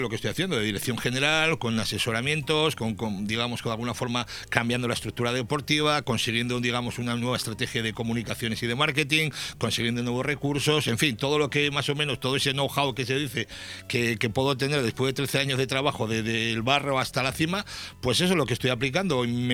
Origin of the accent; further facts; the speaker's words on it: Tafalla, Navarre, Spain; yo soy de Tafalla, muy orgulloso.